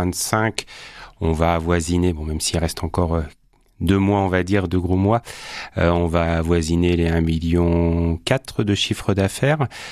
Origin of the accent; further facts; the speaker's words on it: Saint-Pompain, Nouvelle-Aquitaine, France; je suis originaire de la région puisque je suis issu de Saint-Pompin, un petit village à côté de Coulon-sur-le-Tise.